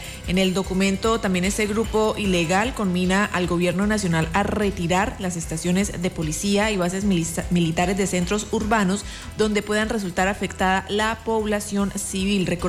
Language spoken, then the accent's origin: Spanish; El Carmen, Norte de Santander, Colombia; now in Cúcuta, Colombia; Porque yo siempre les he dicho que yo soy del Carmen. Y yo vivía allá hasta los 10 años, y hasta mis 10 años, mis navidad